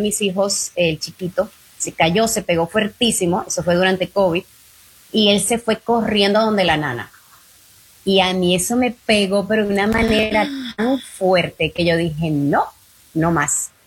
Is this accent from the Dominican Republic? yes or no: yes; Dominican Republic; moved away; yo abría mis conversaciones con cada cliente con que yo soy latina, que vine de República Dominicana y soy mujer y soy ingeniero.